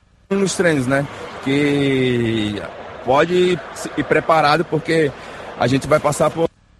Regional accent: Northeast Region, Brazil; now in Pato Branco, Brazil; Eu falo por mim que eu sou nordestino

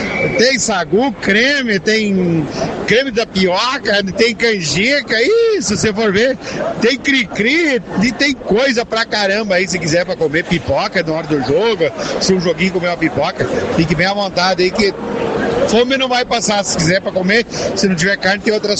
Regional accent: Brazil; A gente é brasileiro e torce sempre pro nosso país.

